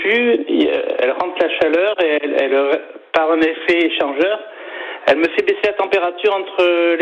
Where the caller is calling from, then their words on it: France; Moi, je suis à Poy.